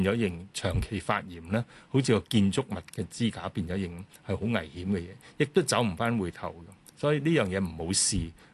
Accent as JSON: {"language": "Cantonese", "country": "Hong Kong", "said": "我哋香港人嘅一個概念咧"}